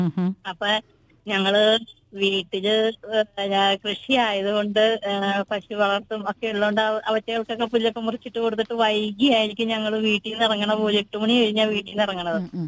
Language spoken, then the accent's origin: Malayalam; Murickassery, Kerala, India; born there; now in Ernakulam, India